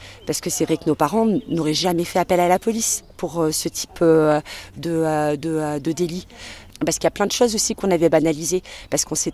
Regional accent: Espaly-Saint-Marcel, Auvergne-Rhône-Alpes, France; now in Le Puy-en-Velay, France; J'ai grandi à Espaly-Saint-Marcel. J'habite maintenant le Puy.

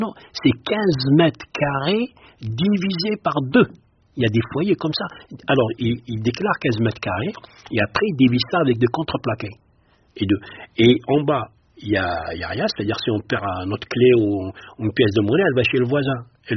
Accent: Algeria; moved away; on a quitté l'Algérie, on a pensé c'est fini, on ne les trouve plus, on les a trouvés dans le foyer.

